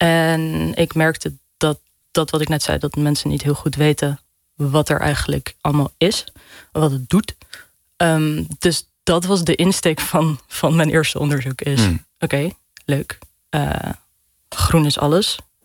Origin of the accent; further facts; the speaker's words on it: Rotterdam, South Holland, Netherlands; Nee, ik kom uit Rotterdam.